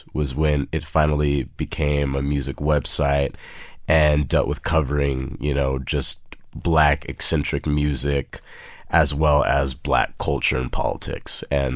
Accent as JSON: {"language": "English", "town": "El Paso", "region": "Texas", "country": "United States", "tie": "born or raised there", "also_born_or_lived": "Austin, Texas", "moved": "as an adult", "lives_now": "Brooklyn, New York, United States", "said": "Born and raised in El Paso, Texas, lived there for 18 years of my life, and then moved up here to Austin for UT Austin."}